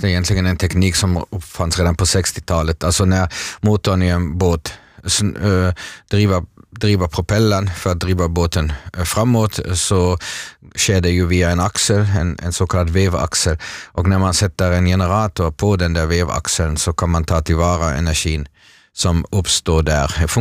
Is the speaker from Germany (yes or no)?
yes; Mönchengladbach, North Rhine-Westphalia, Germany; moved away; Jag har ju vuxit upp där och tillbringar min barndom